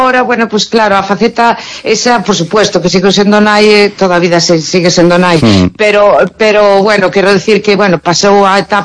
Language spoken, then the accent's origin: Galician; Cartelle, Galicia, Spain; no meu pobo, que eu son de Cartelle.